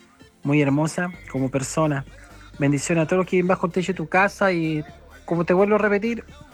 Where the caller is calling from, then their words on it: Valparaíso, Chile; Yo soy un 7 de Valparaíso.